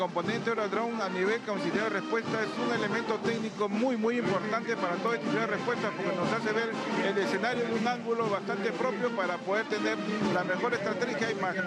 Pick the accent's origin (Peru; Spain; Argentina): Peru; nosotros como peruanos